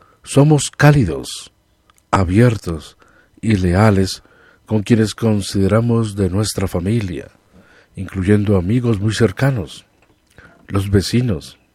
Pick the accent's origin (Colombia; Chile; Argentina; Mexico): Colombia